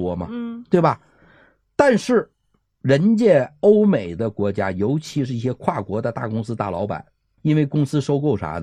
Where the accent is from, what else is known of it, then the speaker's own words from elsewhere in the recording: China; 我们中国人爱操心，